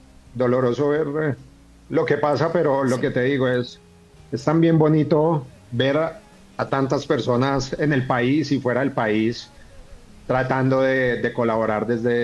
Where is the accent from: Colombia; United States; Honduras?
Colombia; Bogotá; now in Cali, Colombia; yo soy de Bogotá, pero amo Cali, me fui muy joven para allá y es una ciudad que me abrió las puertas y que amo profundamente y que me ha dado muchas cosas.